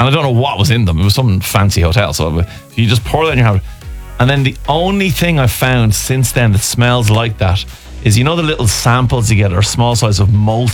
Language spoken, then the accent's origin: English; Dublin, Leinster, Ireland; As a Jackeen living in Dublin, yeah. I spent my summers down in Limerick, in rural Limerick.